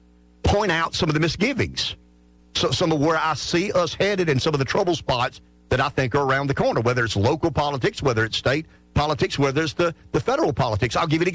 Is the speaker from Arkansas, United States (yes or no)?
no; South Carolina, United States; As someone who has lived his entire state or his entire life in my home state and don't have any desire to go anywhere else